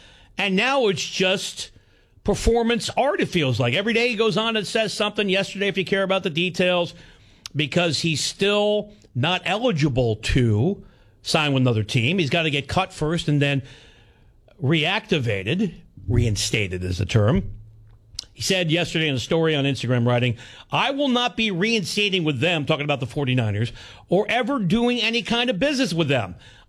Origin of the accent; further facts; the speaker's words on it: New York, United States; growing up in the New York Tri-State area